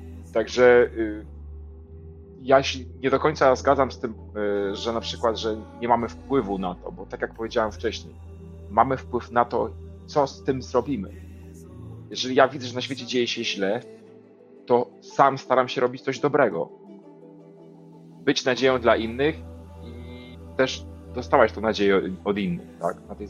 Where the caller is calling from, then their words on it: Netherlands; ja obecnie mieszkam w Holandii